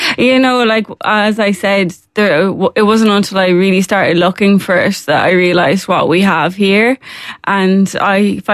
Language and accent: English; Wexford, Leinster, Ireland; I'm from Wexford.